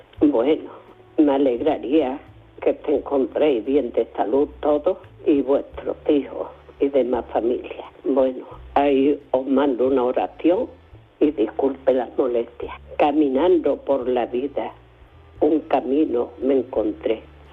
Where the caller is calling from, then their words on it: Algeciras, Andalusia, Spain; de Algeciras.